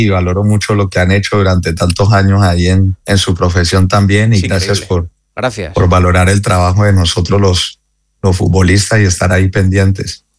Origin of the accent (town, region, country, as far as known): Cali, Valle del Cauca, Colombia